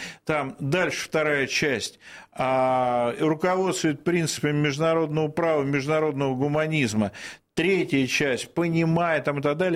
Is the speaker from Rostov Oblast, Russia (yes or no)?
no; Moscow, Russia; у меня в дворе моего детства на улице Волгина в городе Москве